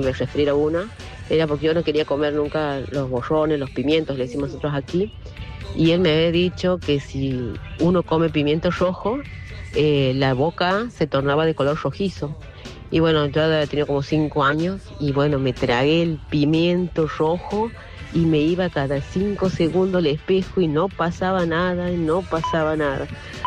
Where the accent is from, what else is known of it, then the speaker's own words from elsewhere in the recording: Santiago del Estero, Argentina; de Santiago del Estero